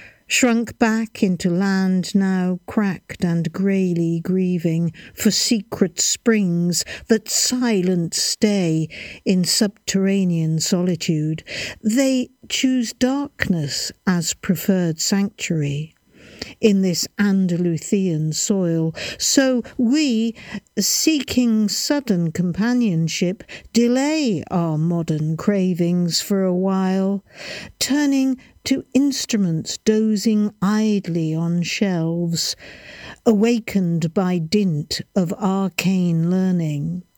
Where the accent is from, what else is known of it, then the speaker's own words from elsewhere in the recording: South West England, United Kingdom; from South Devon.